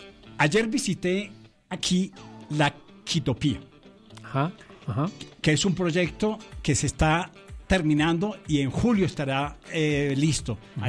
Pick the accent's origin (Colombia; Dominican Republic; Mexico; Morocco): Colombia; Cali, Valle del Cauca; moved away; Cuando yo estaba pequeño en Cali